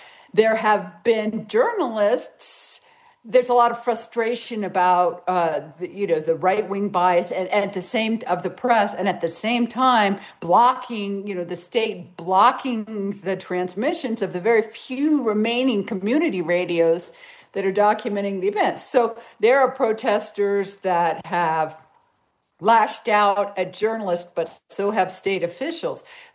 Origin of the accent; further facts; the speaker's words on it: Virginia, United States; Well, first I'd like to share my solidarity because I am also from Virginia.